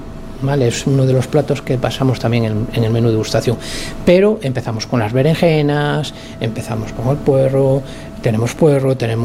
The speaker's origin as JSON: {"language": "Spanish", "town": "Mondoñedo", "region": "Galicia", "country": "Spain", "said": "Pues nosotros somos de Mondoñedo, a un pueblecito de aquí, pero..."}